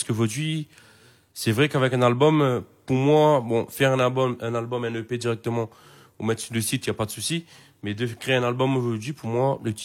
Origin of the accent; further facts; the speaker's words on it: Réunion; now in France; On est comme un pilier sur la France en tant que Réunionnais.